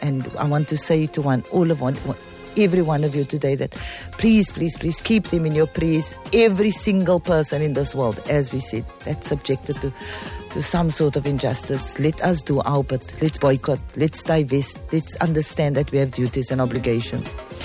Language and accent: English; South Africa; now in Cape Town, South Africa; as a mother, as a part of the Cape Town community, as a South African, but also as somebody who understands that as a person of faith